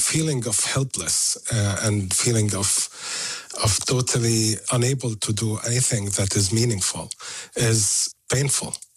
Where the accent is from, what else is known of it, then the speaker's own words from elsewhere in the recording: Gaza Strip, Palestine; English is a second language; moved away as an adult; I was born and raised and bred in the Gaza Strip all my life.